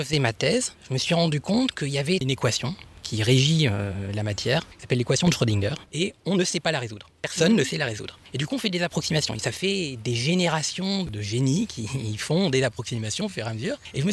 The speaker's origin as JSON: {"language": "French", "town": "Béthisy-Saint-Pierre", "region": "Hauts-de-France", "country": "France", "tie": "born or raised there", "said": "Moi, je suis originaire de Béthisy-Saint-Pierre. Je suis resté ici jusqu'au bac que j'ai eu à Compiègne."}